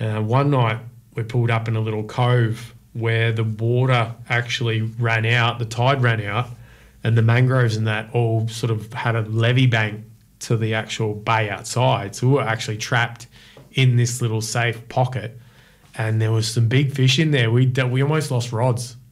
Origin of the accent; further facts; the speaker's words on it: Sydney, New South Wales, Australia; and keep going south because I come from Sydney.